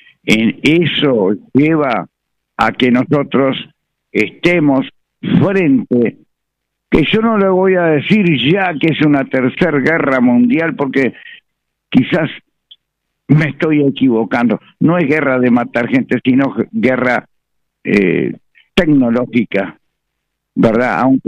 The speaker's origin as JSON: {"language": "Spanish", "country": "Uruguay"}